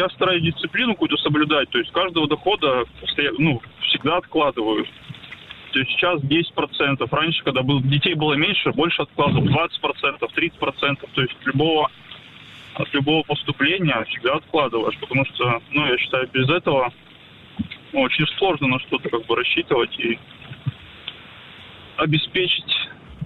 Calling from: Yaroslavl, Yaroslavl Oblast, Russia; Я из Ярославля, правда, не из Барнаула.

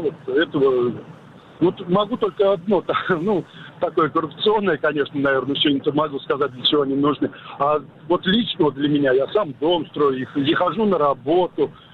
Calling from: Domodedovo, Moscow Oblast, Russia; Я Домодедово.

